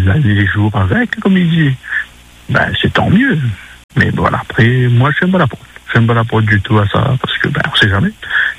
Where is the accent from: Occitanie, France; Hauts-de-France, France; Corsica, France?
Hauts-de-France, France; je suis du Nord, mais je peux me déplacer, donc il n'y a pas de souci. Je fais les autres secteurs aussi de Lille.